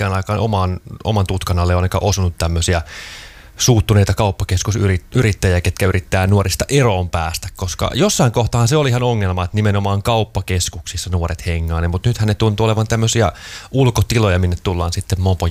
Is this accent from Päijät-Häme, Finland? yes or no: yes; Lahti, Päijät-Häme, Finland; moved away; mä oon alun perin Lahdesta kotosin, mutta sieltä pois muuttanut. Ja tulee käytyä aina silloin tällöin siellä vanhempien luona ja harrastuksissa ja kaiken näköistä muuta.